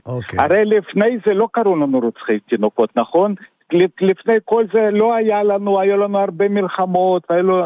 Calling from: Rishon LeZion, Central District, Israel

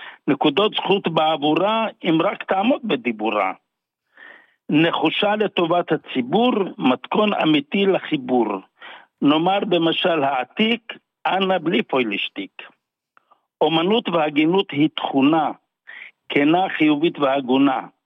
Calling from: Netanya, Central District, Israel

